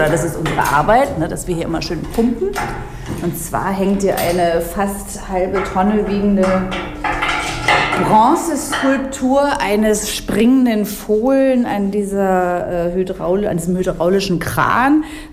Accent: West Germany, Germany; born there; Nee, ich bin ja geborene Wessi sozusagen.

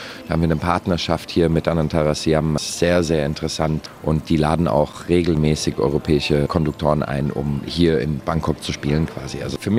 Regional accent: Germany; now in Thailand; als Deutscher

